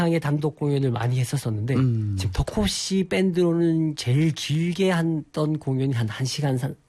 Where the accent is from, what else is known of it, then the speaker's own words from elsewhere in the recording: Daegu, South Korea; 네, 고향은 대구입니다, 저도.